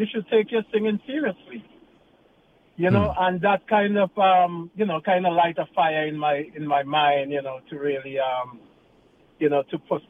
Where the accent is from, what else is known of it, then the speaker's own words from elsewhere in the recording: St. Vincent & Grenadines; born there; because I was born in St. Vincent and the Grenadines.